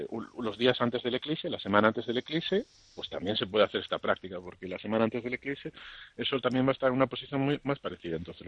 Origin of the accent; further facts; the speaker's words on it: Sarria, Galicia, Spain; en Sarria, de donde soy yo, en tu villa